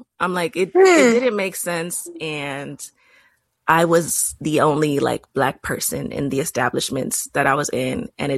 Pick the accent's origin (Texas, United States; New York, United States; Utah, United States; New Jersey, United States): Texas, United States; now in DMV area (Washington, D.C. region), United States; So right now I'm in the DMV area, but I grew up in Texas, which is very, very southern.